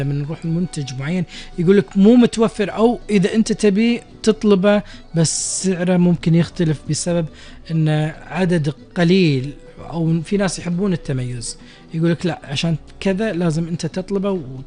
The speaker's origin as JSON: {"language": "Arabic", "country": "Kuwait"}